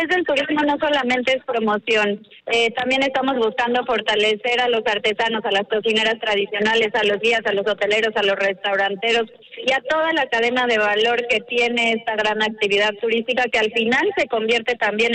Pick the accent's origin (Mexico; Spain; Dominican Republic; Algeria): Mexico; Puebla; nosotros como poblanos